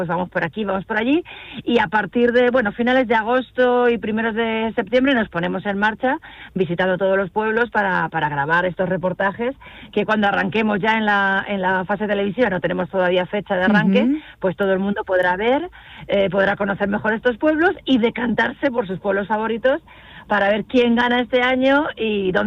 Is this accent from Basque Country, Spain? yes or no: no; Castilla-La Mancha, Spain; este carácter castellano-manchego, que empezamos a sacar pecho por nuestra tierra